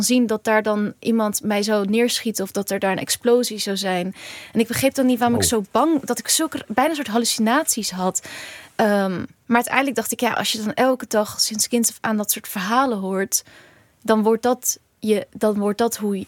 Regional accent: Rotterdam, South Holland, Netherlands; also born or lived in Gorinchem; En ik ben in Gorinchem geboren. Maar we zijn zo vroeg, toen ik 2 was, was ik daar al. Dus voor mij ben ik in Rotterdam geboren.

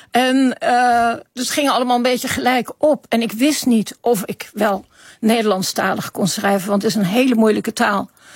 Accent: England, United Kingdom; Dutch is a second language; moved away; ik kwam uit Engeland

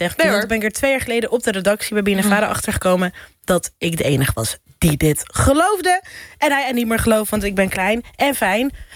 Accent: Netherlands; want daar kom ik als Nederlander heel vaak.

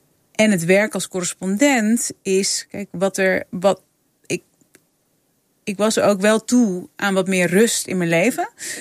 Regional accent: Netherlands; moved away; Maar kijk, we hadden het net over dat ik ben 12 jaar geleden, inmiddels 13 jaar geleden, ben ik uit Nederland weggegaan.

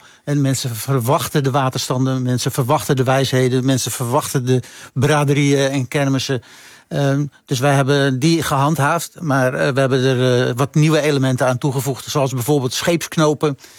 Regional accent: Enkhuizen, North Holland, Netherlands; moved away as an adult; ik ben geboren en getogen in Enkhuizen. Dus de eerste 18 jaar van mijn leven heb ik daar gewoond.

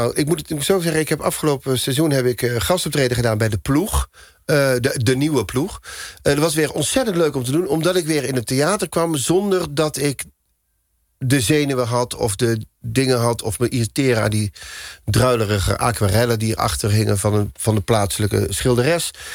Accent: Veghel, North Brabant, Netherlands; En ik kom uit Veghel, dus.

